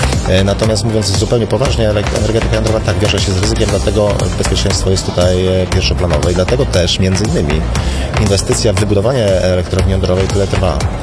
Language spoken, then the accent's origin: Polish; Pomeranian Voivodeship, Poland